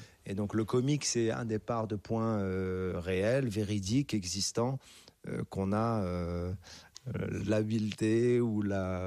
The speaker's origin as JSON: {"language": "French", "town": "Casablanca", "region": "Casablanca-Settat", "country": "Morocco", "tie": "born there"}